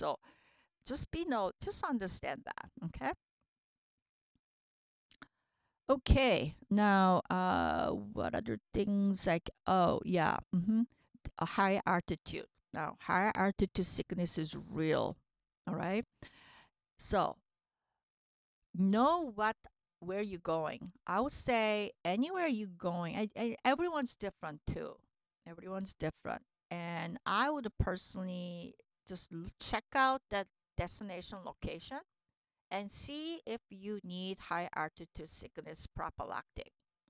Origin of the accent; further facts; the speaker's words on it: United States; and I'm from North America, you know, from U.S.